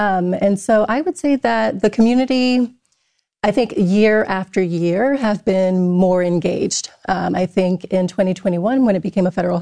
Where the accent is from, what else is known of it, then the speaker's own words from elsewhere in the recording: Tennessee, United States; now in Vermont, United States; So I'm originally from Tennessee, but I've been in Vermont for 30 years.